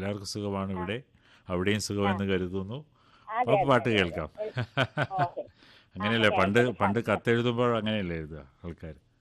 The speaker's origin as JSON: {"language": "Malayalam", "region": "Kerala", "country": "India", "said": "കണ്ണൂര് കോഴിക്കോടൊക്കെ ആയിട്ട് വരും."}